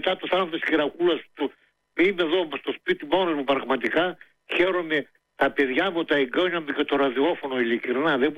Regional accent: Stelia, East Macedonia and Thrace, Greece; το χωριό μου είναι 6 χιλιόμετρα, είναι δίπλα στη Δράμα.

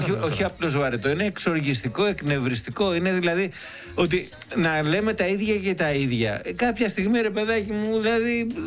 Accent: Kissamos, Crete, Greece; Στην Κίσα μου, αγόρι μου γλυκό, που ξέρεις ότι είναι μια μεγάλη πόλη, ας πούμε, για τα δεδομένα των μικρών χωριών της Κρήτης. Η Κίσα όμως έχει το Καστέλι. Έτσι, έχει εξελιχθεί σε μια αρκετά μεγάλη πόλη. Έχει αρκετές δραστηριότητες, έχει αναπτυχθεί τουριστικά κατακόρυφα

